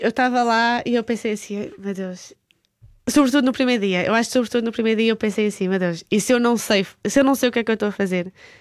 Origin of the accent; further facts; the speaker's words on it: Elvas, Alentejo, Portugal; moved away as an adult; now in Lisbon, Portugal; Eu também vim de Elvas para Lisboa, tinha 20€ no bolso e ninguém acreditou em Elvas que eu ia conseguir fazer nada em Lisboa, achavam todos que ia voltar.